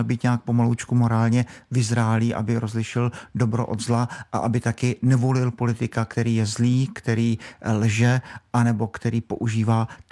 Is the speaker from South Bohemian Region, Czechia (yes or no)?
no; Brno, South Moravian Region, Czechia; jsem z Brna